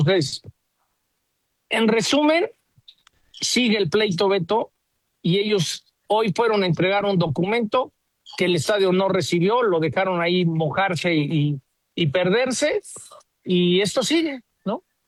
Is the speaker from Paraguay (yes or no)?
no; Mexico; me parte el alma como mexicano